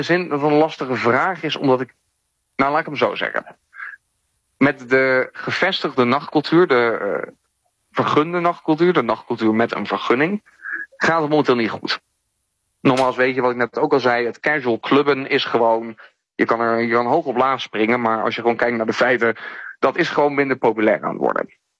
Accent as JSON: {"language": "Dutch", "town": "Amsterdam", "region": "North Holland", "country": "Netherlands"}